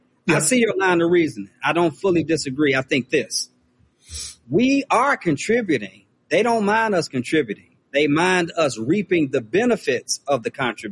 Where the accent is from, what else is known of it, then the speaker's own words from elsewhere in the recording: Benton Harbor, Michigan, United States; now in Memphis, United States; my hometown, which has been Harbor, Michigan. So I'm very familiar. I'm very familiar with the area. My family is still in Benton Harbor right now.